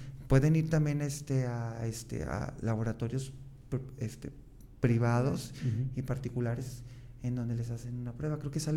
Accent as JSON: {"language": "Spanish", "town": "Guadalajara", "region": "Jalisco", "country": "Mexico", "said": "yo no soy de aquí, yo soy de Guadalajara, entonces pues yo tenía otra mentalidad"}